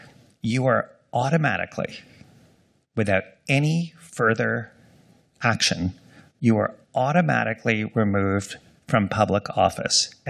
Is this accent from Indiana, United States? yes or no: no; New York, United States; also born or lived in Washington, D.C.; and I'm going to say this as a New Yorker